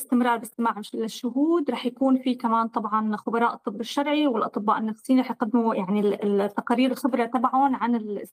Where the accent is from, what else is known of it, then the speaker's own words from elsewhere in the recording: Syria; وجميع احتياجات العدالة اللي نحن عندنا إياها كسوريين وسوريا